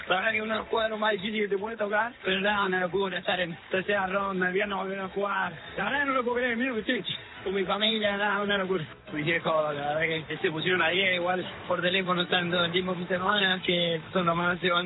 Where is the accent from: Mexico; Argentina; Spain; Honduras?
Argentina; now in New York, United States; tanto afecto a la distancia de acá, vivir esto en este ambiente como argentino.